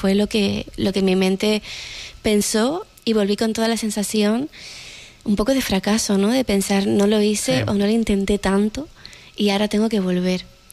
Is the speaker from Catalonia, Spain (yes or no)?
no; Canary Islands, Spain; moved away as an adult; also born or lived in Madrid; 9 años fuera y regresar al lugar de donde naciste y creciste, creo que siempre lleva como una reconciliación.